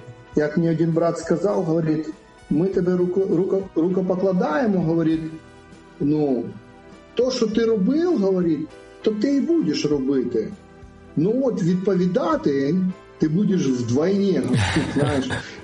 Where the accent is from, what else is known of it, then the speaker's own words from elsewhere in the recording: Crimea, Ukraine; born there; moved away; also born or lived in Donetsk / Kherson Oblast; а сам теж переселенець. Чого? Бо я народився в Криму